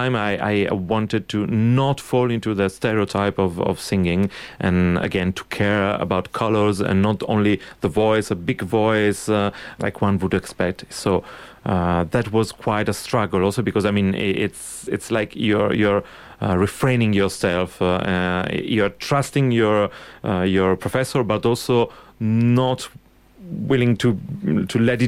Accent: Milan, Lombardy, Italy; English is a second language; as I grew up in Milano, so every when I went to opera was La Scala

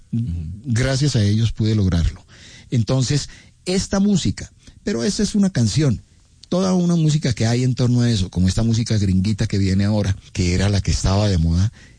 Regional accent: Quibdó, Chocó, Colombia; me acuerdo de cuando se me cayó cuando era niño, cuando estaba en Quibdó

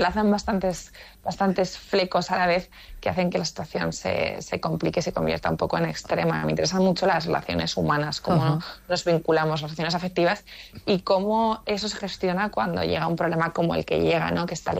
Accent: Zaragoza, Aragon, Spain; Porque, bueno, yo soy de Zaragoza, pero de hecho lo ponen en esto de mi

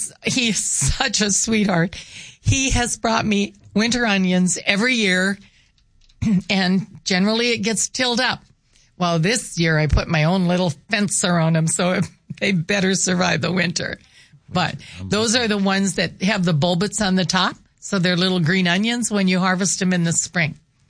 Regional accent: Walla Walla, Washington, United States; I grew up in Walla Walla, so that's even more fun.

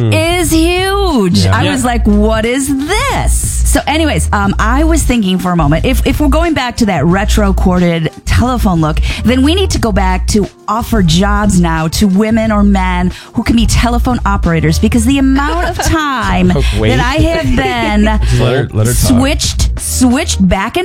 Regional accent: Mount Prospect, Illinois, United States; That's my hometown.

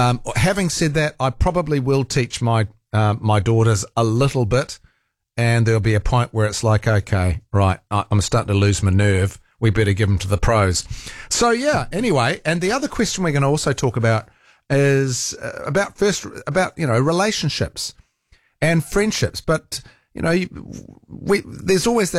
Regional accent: Rotorua, Bay of Plenty, New Zealand; I grew up in Rotorua, where my dad worked at the Forest Research Institute

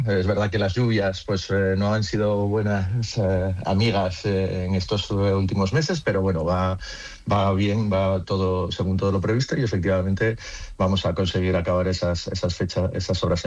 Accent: Asturias, Spain; moved away as an adult; now in Zaragoza, Spain; yo soy asturiano, yo vine a vivir aquí en el año 2000 y me fui a Lactur

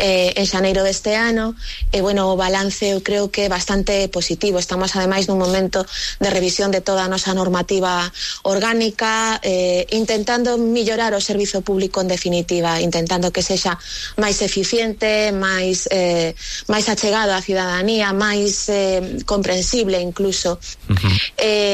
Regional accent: Galicia, Spain; porque son unha muller, porque son galega, e porque Rosalía é unha referente

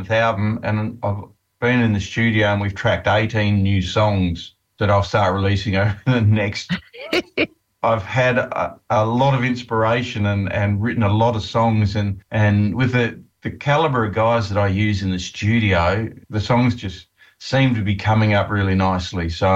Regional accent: Australia; and we're from Australia, so she was a bit interested in that and asked a few questions.

